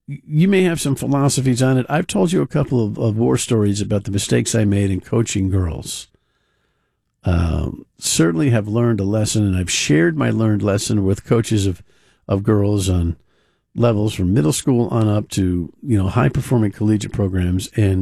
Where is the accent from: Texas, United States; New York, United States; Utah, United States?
New York, United States; also born or lived in New Jersey; As a kid growing up in New York, New Jersey, I loved roller derby.